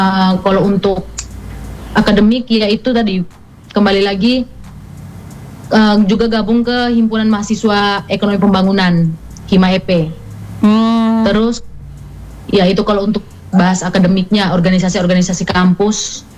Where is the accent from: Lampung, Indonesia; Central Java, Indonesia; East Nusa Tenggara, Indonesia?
East Nusa Tenggara, Indonesia; Ende; moved away as an adult; now in Surabaya, Indonesia; saya dari asal saya dari ND